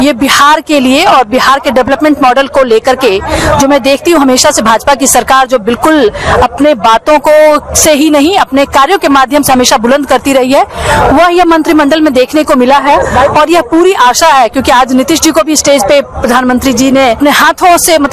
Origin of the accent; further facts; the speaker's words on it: Lakhisarai, Bihar, India; मैं लखीसराय जिले से आती हूँ